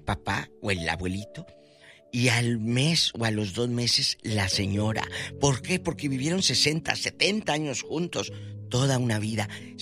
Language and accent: Spanish; Matamoros, Tamaulipas, Mexico; Muy cerquita de mi Matamoros, allá en Reynosa, McAllen